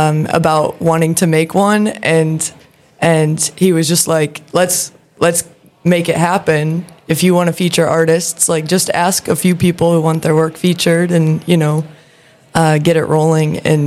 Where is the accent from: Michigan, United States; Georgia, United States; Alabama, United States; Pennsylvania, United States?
Michigan, United States; Kalamazoo; I'm from Kalamazoo, Michigan, and I'm here at the summit representing The Void.